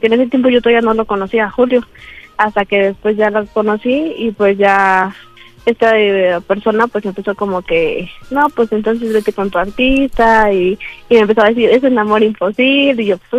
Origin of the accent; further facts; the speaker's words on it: State of Mexico, Mexico; Tengo 22 años y soy del Estado de México.